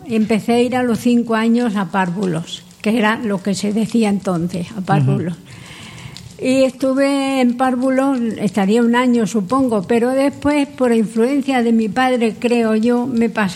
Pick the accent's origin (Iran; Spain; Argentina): Spain; Cáceres, Extremadura; yo es que nací en Cáceres.